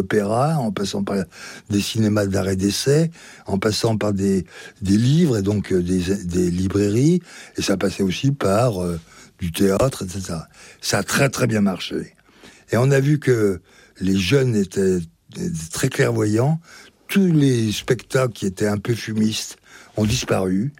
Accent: Belley, Auvergne-Rhône-Alpes, France; Et après, j'étais chez moi, je suis chez moi à Belley. Mes parents, mon père y a exercé son activité économique et en même temps était premier adjoint. Ma mère est née là et nous a élevés ici.

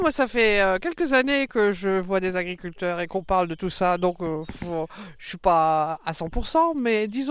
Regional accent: Hauts-de-France, France; moved away; moi je viens du Nord

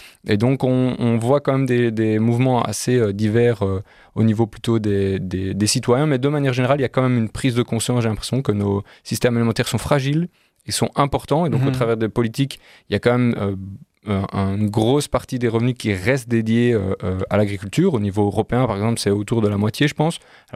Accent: Brussels, Brussels-Capital Region, Belgium; moi je suis issu de Bruxelles

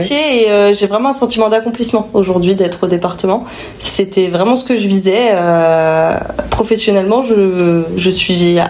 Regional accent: Chalon-sur-Saône, Bourgogne-Franche-Comté, France; Oui, moi je suis natif de Chalon.

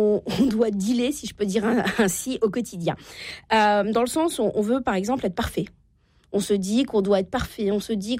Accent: Normandy, France

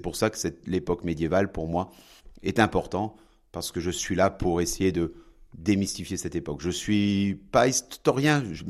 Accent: Carcassonne, Occitanie, France; Tout d'abord, je suis né à Carcassonne. Mon parrain de baptême vivait dans la cité médiévale de Carcassonne, donc j'ai grandi et j'ai souvent joué sur les remparts de la cité.

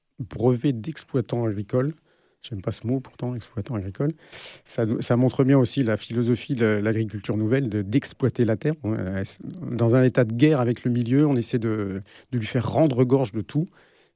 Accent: Normandy, France; moved away; also born or lived in Le Mans / Paris; j'ai passé toute mon enfance en Normandie, et après au Mans, et puis après pour les études d'histoire, je suis monté pour préparer l'agrégation à la Sorbonne. Je suis resté à Paris

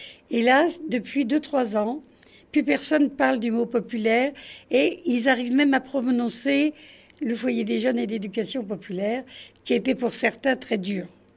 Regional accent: Paris, Île-de-France, France; now in Île Dorée, France; comme moi je suis parisienne, quand on arrive, c'est vrai que c'est un peu compliqué.

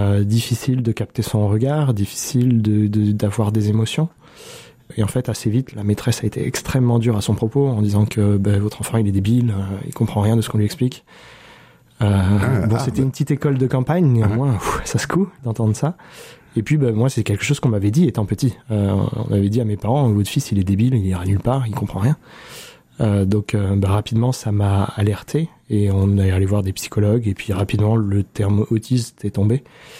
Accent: Les Sables-d'Olonne, Pays de la Loire, France; born there; Je suis né au Sable d'Olonne. J'ai passé pas mal de temps en Loire-Atlantique. Et je suis arrivé au lycée ici et j'ai eu du mal à en partir.

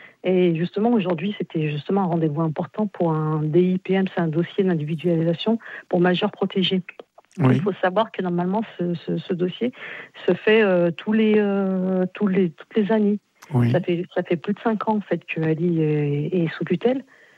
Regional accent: France; born there; now in Viriat, France; Moi, je suis née en France.

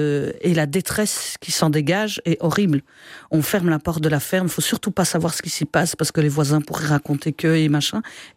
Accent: Luxembourg, Belgium; on part de la province du Luxembourg, je fais des études à Louvain-la-Neuve, faut que j'enlève mon accent.

